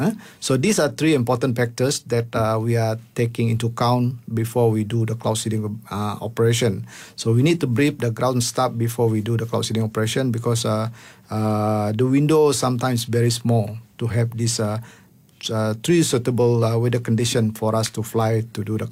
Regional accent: Sarawak, Malaysia; I come from Sarawak

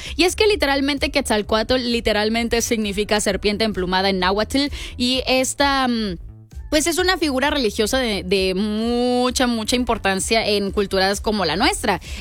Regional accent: Mexico; porque nos representa como mexicanos

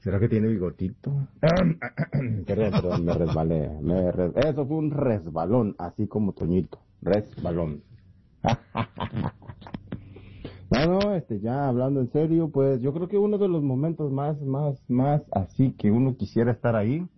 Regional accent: Mexico

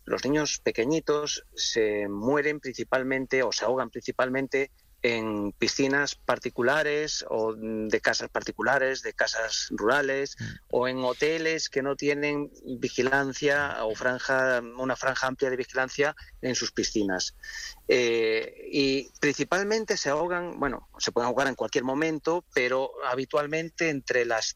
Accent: Galicia, Spain; mira, yo soy de Galicia y estamos teniendo temperaturas en Galicia que son, bueno, una barbaridad en comparación con la fecha y con otros años.

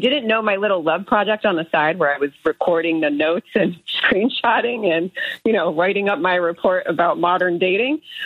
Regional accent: New York, United States; He has some ties here, and I do too. I'm from New York.

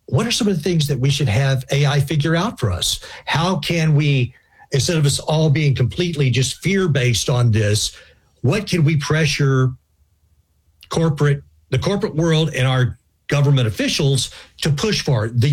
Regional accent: Texas, United States; in my home state of Texas, it's a big question because we have a lot of data centers

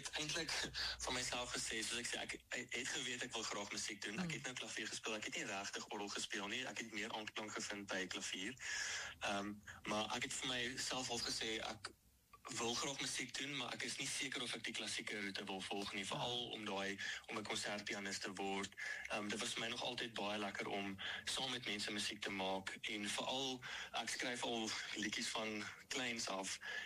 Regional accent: Pretoria, Gauteng, South Africa; born or raised there

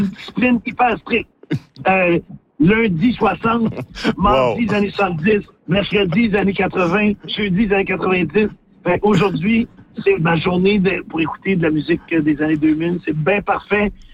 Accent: Saint-Germain-de-Grantham, Quebec, Canada; Ma mère était organiste de notre église dans le petit village d'où je viens, moi, Saint-Germain de Grande-Tam, dans le comté de Drummond.

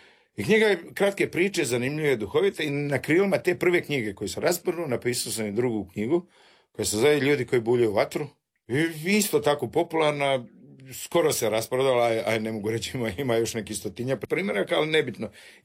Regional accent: Tomislavgrad, Federation of Bosnia and Herzegovina, Bosnia & Herzegovina; moved away

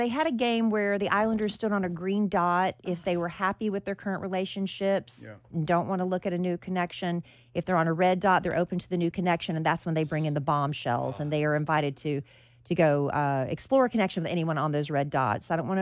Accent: South Carolina, United States; moved away; I'm from South Carolina.

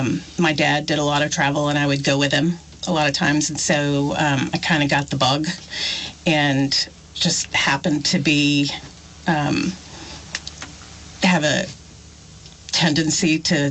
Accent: Louisiana, United States; So I grew up in Louisiana, so you know, I just like to start the year with beignets, and so the French donuts

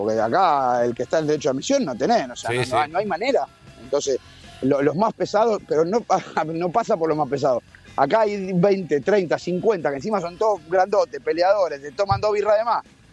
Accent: Argentina; O sea, así acá viste cómo somos los argentinos, que se juntan todos.

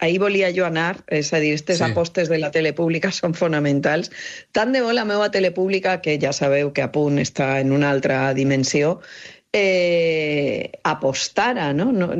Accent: Valencian Community, Spain; accent: Valencian; És a dir, jo parlo el meu valencià, que és evident que és el mateix idioma

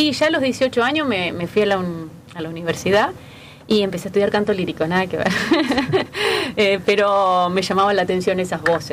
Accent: Acebal, Santa Fe, Argentina; born there; Yo soy nacida en Acebal, en el hospital de Acebal.

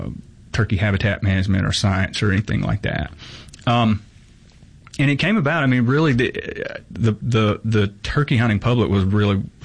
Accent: United States; So I'm from Lawrence County. I tell people all the time, you know, Lawrence County to this day has like one red light in the right. whole county, you know. So I grew up in a really rural place.

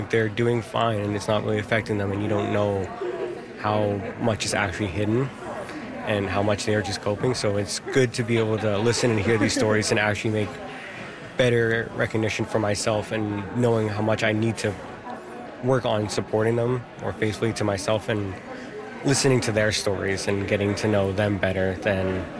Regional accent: Thunder Bay, Ontario, Canada; I'm from Thunder Bay, representing Red Sky Métis Independent Nation, and I am a student and youth member of Red Sky.

